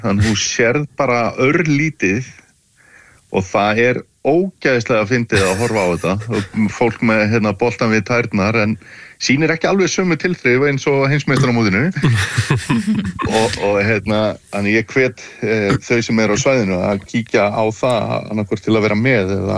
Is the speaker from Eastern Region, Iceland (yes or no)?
yes; Fáskrúðsfjörður, Eastern Region, Iceland; manni finnst stundum hefur maður alast upp og mikið á Fáskursfjörði að vera að tala um þessa frönsku sjómenn sko